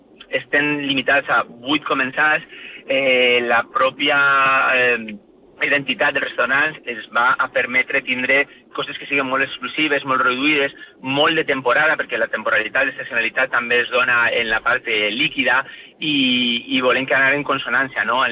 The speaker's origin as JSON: {"language": "Catalan", "town": "Valencia", "region": "Valencian Community", "country": "Spain", "said": "També jo soc de València, que està aquí, però clar, la zona de la Marina té les seves particularitats que estan per descobrir, per mi."}